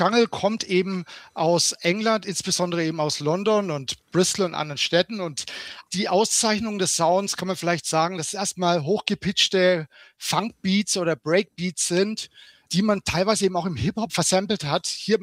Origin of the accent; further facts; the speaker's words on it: Nuremberg, Bavaria, Germany; ich komme ja aus dem Nürnberger Land, so Nürnberg